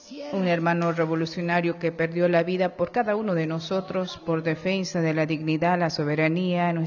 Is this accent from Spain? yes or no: no; Bolivia